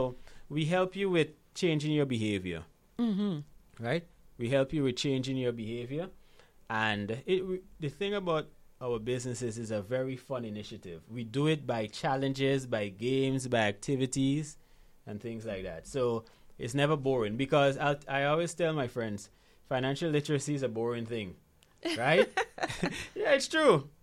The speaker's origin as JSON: {"language": "English", "country": "Guyana", "tie": "born there", "also_born_or_lived": "Grenada", "said": "I was born in Guyana, by the way."}